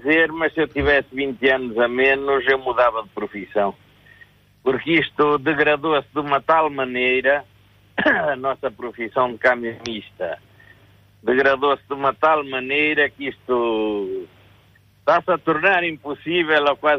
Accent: Ansião, Leiria, Portugal; Eu sou do distrito de Leiria, de uma terra chamada Ancião.

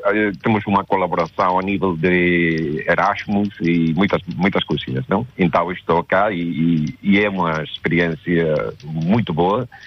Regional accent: Galicia, Spain; now in Toledo, Spain

